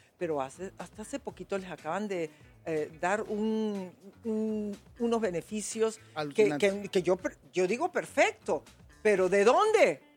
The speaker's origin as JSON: {"language": "Spanish", "country": "Peru", "said": "yo, como ciudadana peruana"}